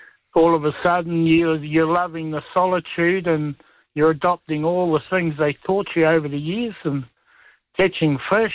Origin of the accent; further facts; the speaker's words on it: Taupo, Waikato, New Zealand; So, sort of growing up in Taupo, I think I was in a family of mad fishermen and hunters.